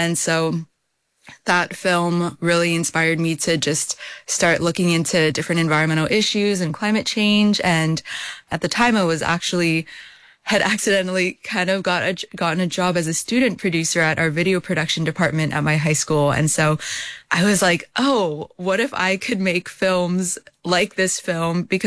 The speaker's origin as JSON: {"language": "English", "region": "Hawaii", "country": "United States", "tie": "born or raised there", "said": "Yes, I grew up in Hawaii"}